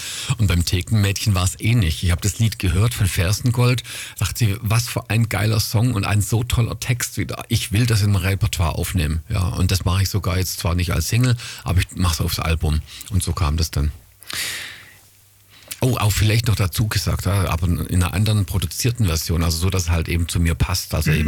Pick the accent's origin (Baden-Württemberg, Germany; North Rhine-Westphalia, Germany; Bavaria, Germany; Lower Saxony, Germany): Baden-Württemberg, Germany; Esslingen; born there; Und ich freue mich auf Esslingen, weil das ist ja auch meine Geburtsstadt.